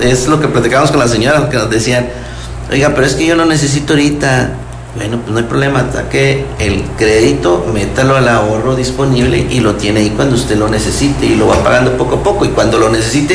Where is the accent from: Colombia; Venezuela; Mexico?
Mexico